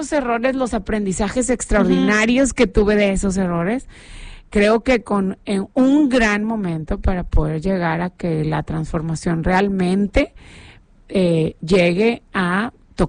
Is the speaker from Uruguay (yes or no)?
no; Nuevo León, Mexico; lo que queremos es nosotros, como cualquier regio, ¿no?